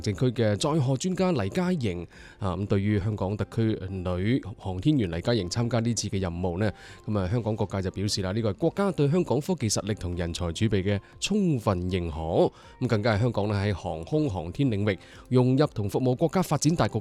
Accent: Guangzhou, Guangdong, China; 我作为广州人，同样是大湾区人

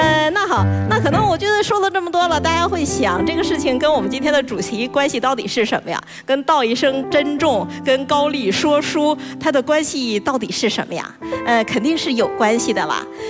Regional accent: northern China, China; 其实我是北方人呐，我觉得有点血脉觉醒的感觉。

